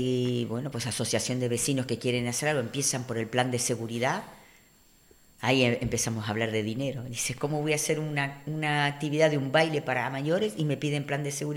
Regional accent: Telde, Canary Islands, Spain; yo soy también de Telde

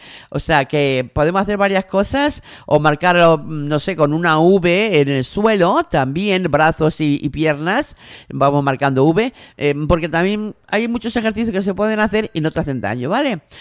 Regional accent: Salamanca, Castile and León, Spain; como dicen en mi tierra, en Salamanca

